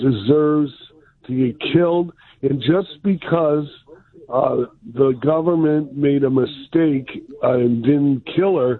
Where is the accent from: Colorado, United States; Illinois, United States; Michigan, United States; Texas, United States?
Michigan, United States; Detroit; Anyway, but I am here, and I'm from Detroit.